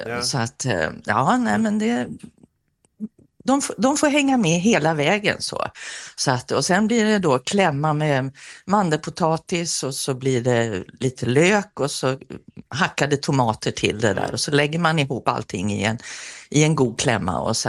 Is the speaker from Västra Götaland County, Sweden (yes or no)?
no; Luleå, Norrbotten County, Sweden; born there; now in Skåne, Sweden; Jag är född i Luleå.